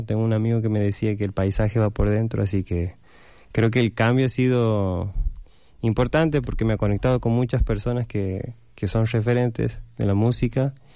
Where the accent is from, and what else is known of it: Santiago del Estero, Argentina; now in Buenos Aires, Argentina